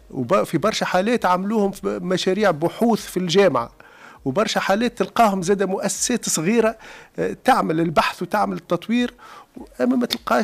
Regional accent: Tunisia; الشركات الصغيرة اللي عندنا في تونس

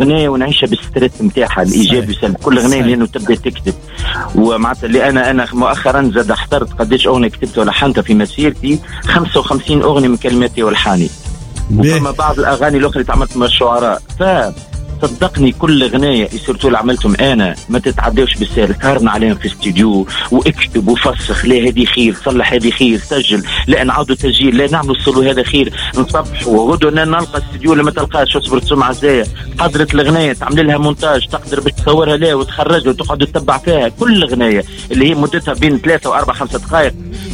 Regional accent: Tunisia; أنا فنان تونسي

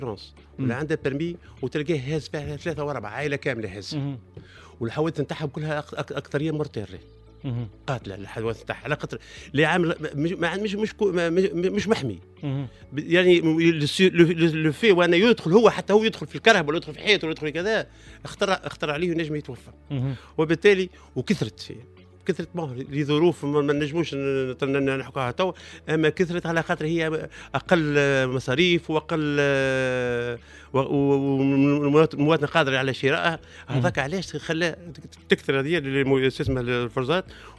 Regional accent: Gafsa Governorate, Tunisia; احنا في قفصة

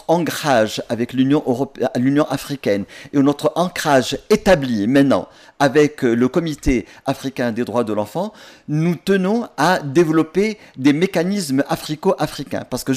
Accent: Tunisia; c'est pas parce que je suis tunisien

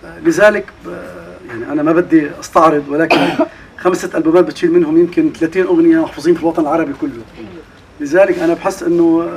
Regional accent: Lebanon; انا مواطن لبناني، هذا بلدي، هذا انا الوطن النهائي إلي، انا بدي اعيش فيه انا واولادي واولاد اولادي

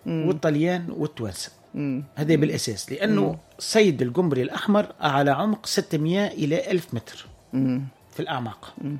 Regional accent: Tunisia; وإحنا زاد كذلك كتونسيين نطالبوا به الأنصاف في إدارة الموارد المشتركة

